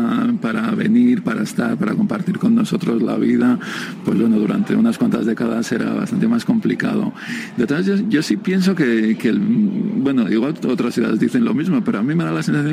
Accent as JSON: {"language": "Spanish", "town": "San Sebastián", "region": "Basque Country", "country": "Spain", "said": "muchos donostiarras no vamos con tanta frecuencia a Bilbao"}